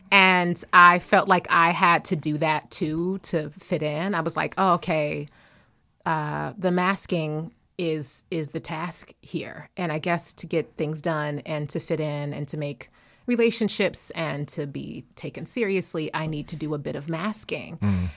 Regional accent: Chicago, Illinois, United States

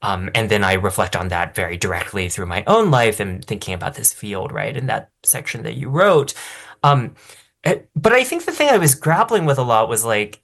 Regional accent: United States; born there; I was born here and named after, the city where I was born in Chinese.

